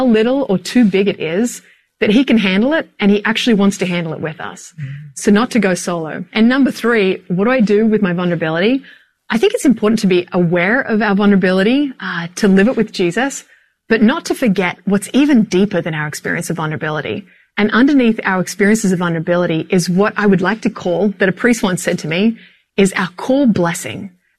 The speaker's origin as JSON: {"language": "English", "country": "Australia", "tie": "born or raised there", "moved": "yes", "said": "I grew up in Australia"}